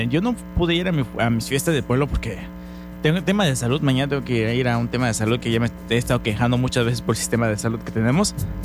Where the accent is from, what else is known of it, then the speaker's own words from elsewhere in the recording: Yucatán, Mexico; Me gusta mucho como yucateco decir la calor.